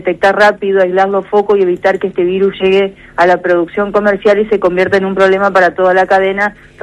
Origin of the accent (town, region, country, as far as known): Argentina